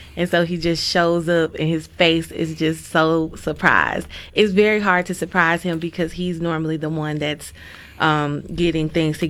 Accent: Hattiesburg, Mississippi, United States; I'm born and raised in Hattiesburg

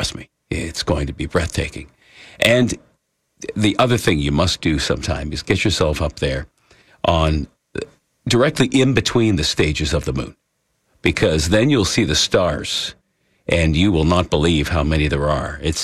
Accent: Hamilton, Ontario, Canada; I grew up just outside of Hamilton

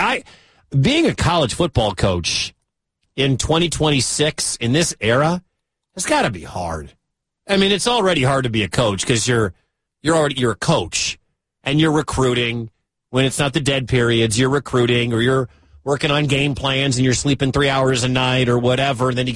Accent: Michigan, United States; born there; also born or lived in Midwest; I was born in Michigan. I've lived all around the Midwest. I am a Big Ten guy.

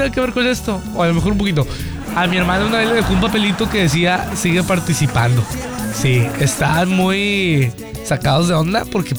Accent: Montemorelos, Nuevo León, Mexico; Desde Montemorelos. Soy obligón, soy de Montemorelos.

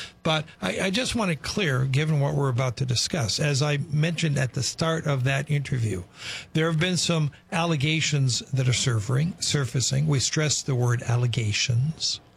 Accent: Chicago, Illinois, United States; But I grew up in Chicago. I grew up in Mayor Richard Daley's Chicago.

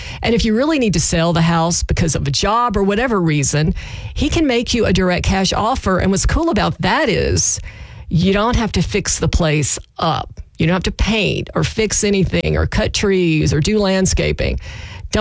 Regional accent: Louisiana, United States; where I grew up in South Louisiana

